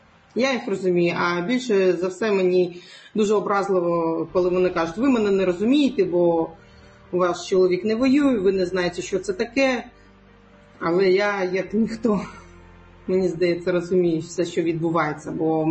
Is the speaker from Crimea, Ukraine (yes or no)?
yes; Crimea, Ukraine; Я кримська татарка, ми мусульмані всі.